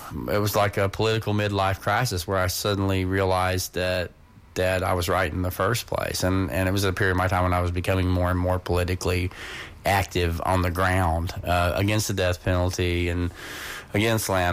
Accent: Texas, United States; I grew up in Texas

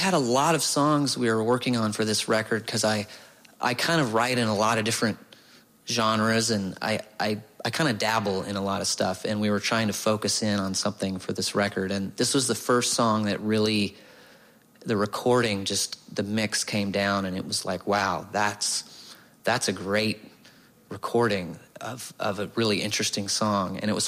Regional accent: Tuscaloosa, Alabama, United States; I grew up in the South

